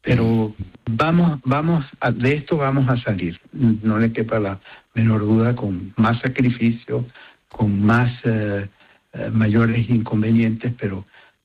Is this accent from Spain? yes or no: no; Venezuela; somos los venezolanos los que lo sufrimos.